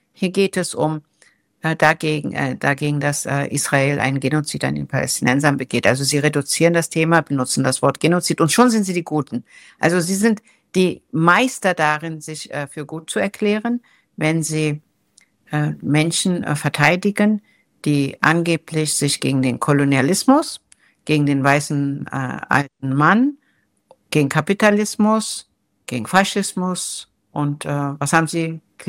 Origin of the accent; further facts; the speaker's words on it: Germany; Also ich bin hier nun in Deutschland groß geworden